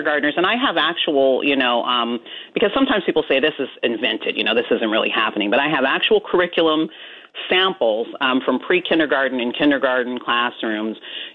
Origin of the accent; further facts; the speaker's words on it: California, United States; my home state of California